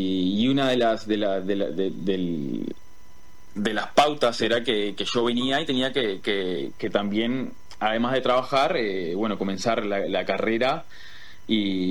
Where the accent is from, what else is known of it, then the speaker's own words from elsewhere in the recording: Uruguay; moved away as an adult; also born or lived in New Zealand; now in United States; Yo cuando salí de Uruguay no era enólogo.